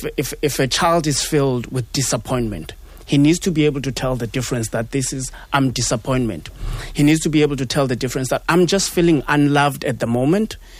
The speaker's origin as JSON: {"language": "English", "country": "South Africa", "said": "as a South African, South Africans are very resilient people."}